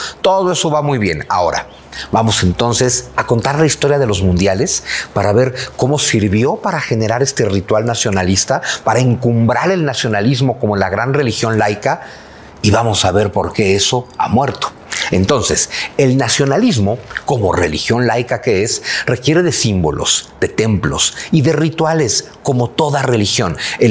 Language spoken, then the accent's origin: Spanish; Mexico; lo digo también de nosotros los mexicanos